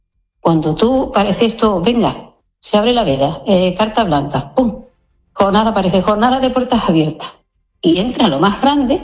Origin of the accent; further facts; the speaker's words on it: Spain; Nosotros somos españoles, tanto Ceuta como Melilla